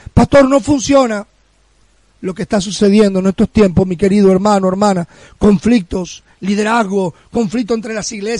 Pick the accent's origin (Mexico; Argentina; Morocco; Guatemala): Argentina